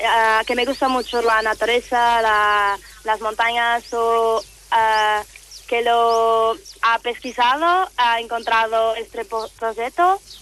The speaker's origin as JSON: {"language": "Spanish", "country": "Portugal", "second_language": "Spanish", "said": "Que soy portuguesa."}